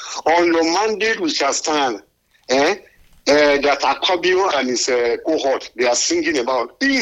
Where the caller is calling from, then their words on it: Nigeria; I'm calling from Ohun, my house.